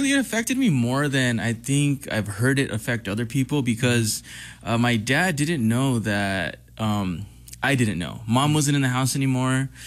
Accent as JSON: {"language": "English", "town": "South El Monte", "region": "California", "country": "United States", "tie": "born or raised there", "said": "My mother was born here. So they met and they had me at 15. You know, my dad was 20, mom was 15. So very young parents. And I grew up in the city of Almonte, South Almonte"}